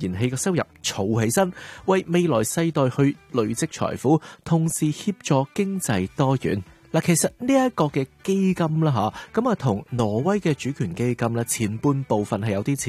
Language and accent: Chinese; China; 我们中国人有一个传统智慧，创业难守业更难。